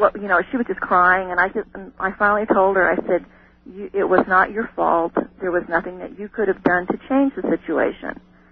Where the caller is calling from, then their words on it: Crowheart, Wyoming, United States; also born or lived in Oregon; I'm calling from Crowheart, Wyoming.